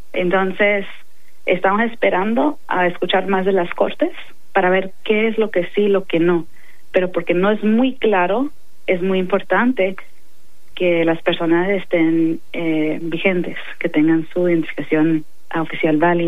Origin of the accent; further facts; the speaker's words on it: Mexico; Y pues yo soy mexicana y pues hemos dicho, yo sé que no, y sí, sí, que nada que ver